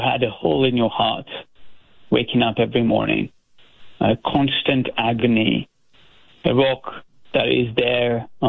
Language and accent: English; Sderot, Southern District, Israel; that are happening in my hometown Sderot, happening in kibbutzim I grew up in and played in, and to classmates and teachers, and of course to my family.